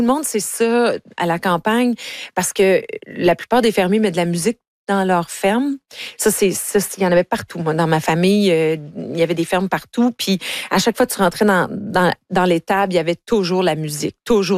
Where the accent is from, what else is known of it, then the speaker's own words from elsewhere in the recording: Ontario, Canada; J'ai été forcée à en avoir un à l'école secondaire, parce que moi, je viens de l'Ontario.